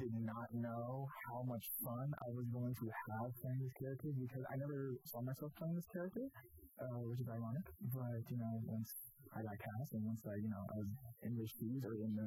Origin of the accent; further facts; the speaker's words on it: Florida, United States; moved away; I'm originally from Daniel, Florida.